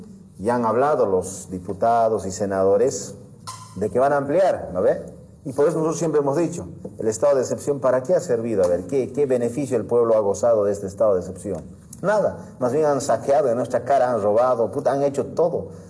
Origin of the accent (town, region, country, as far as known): Bolivia